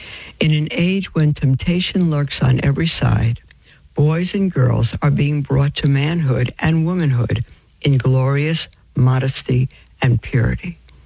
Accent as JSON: {"language": "English", "town": "New York City", "region": "New York", "country": "United States", "tie": "born or raised there", "said": "when I was growing up in Brooklyn in my Jewish home"}